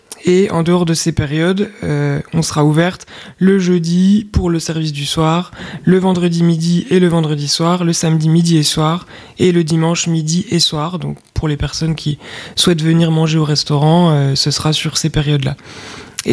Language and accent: French; Besançon, Bourgogne-Franche-Comté, France; moved away as an adult; now in Valdrôme, France; nous, on est originaire de Franche-Comté. On vient de Besançon.